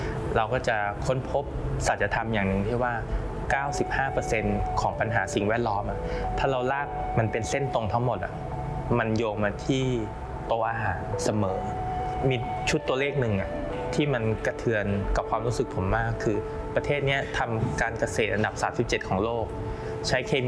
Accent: Bangkok, Thailand; moved away as an adult; now in Chiang Mai, Thailand; เป็นคนที่เกิดและเติบโตที่กรุงเทพหนีน้ำท่วมปี54มาอยู่ที่นี่3สัปดาห์แล้วก็กลับไป

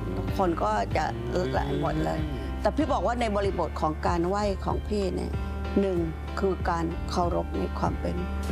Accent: Yala, Thailand; ะลาพี่เป็นคนยะลาเป็นคนยะลาอยู่ตำบลลำไหมอำเภอเมืองแล้วก็สังคมที่นั่นก็จะเป็นสังคมของพี่น้องมุสลิมค่อนข้างจะเยอะแต่ก็มีความหลากหลายของทั้งพี่น้องจีนพี่น้องพุทธก็อยู่ด้วยกัน

